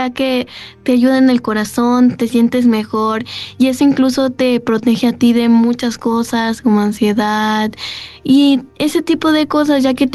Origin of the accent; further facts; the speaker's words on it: San Luis Potosí, Mexico; Yo soy potosina